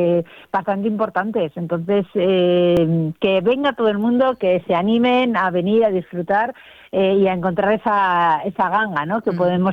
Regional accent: Bilbao, Basque Country, Spain; somos de Bilbao

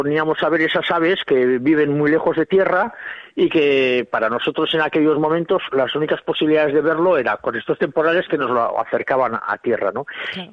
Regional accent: Bilbao, Basque Country, Spain; yo soy muy muy de Bilbao

